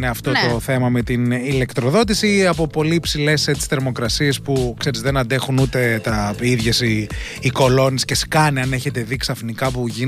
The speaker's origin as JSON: {"language": "Greek", "country": "Greece"}